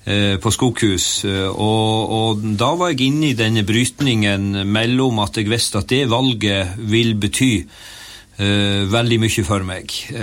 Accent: Senja, Troms, Norway; som ligger bare 3 kilometer ifra der jeg er født og oppvokst på Senja og fortsatt bor.

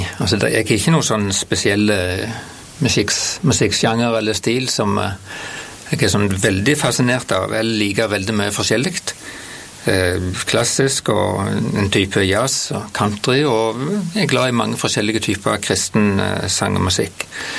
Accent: Vigrestad, Rogaland, Norway; also born or lived in Ethiopia; da fikk jeg sjans til å begynne i guttemusikken hjemme på Vigrest.

